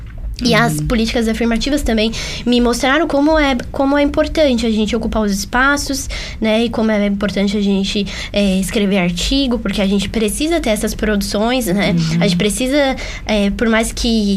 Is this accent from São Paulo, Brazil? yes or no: yes; São Paulo, Brazil; Então, eu sendo uma mulher periférica, que vim da região da periferia de São Paulo, cheguei aqui sem muita pretensão